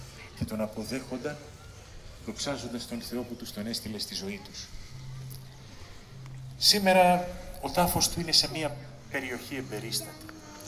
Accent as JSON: {"language": "Greek", "country": "Greece", "said": "Εμείς ως Έλληνες δεν σταματάμε να μνημονεύουμε τους Ρώσους αδερφούς μας."}